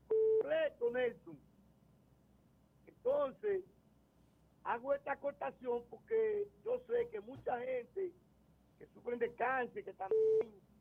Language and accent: Spanish; Dominican Republic; Muchas veces, nosotros como dominicanos, las leyes nos confieren muchos derechos